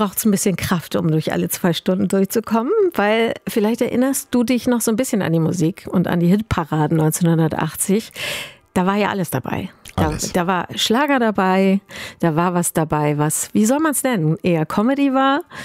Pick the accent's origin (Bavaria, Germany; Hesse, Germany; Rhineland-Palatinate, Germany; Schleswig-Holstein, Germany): Schleswig-Holstein, Germany; Also ich bin ja in Schleswig-Holstein aufgewachsen. NDR 2 war natürlich unsere Musiksendung abends ab 19 Uhr.